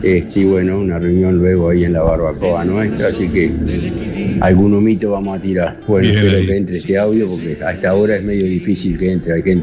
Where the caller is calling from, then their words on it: Chuy, Rocha, Uruguay; Está medio feucho acá por el Chuy.